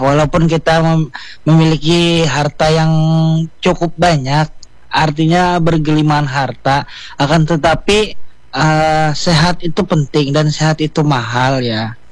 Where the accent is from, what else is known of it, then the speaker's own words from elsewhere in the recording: Banjarmasin, South Kalimantan, Indonesia; Betul, ulun orang Banjarmasin.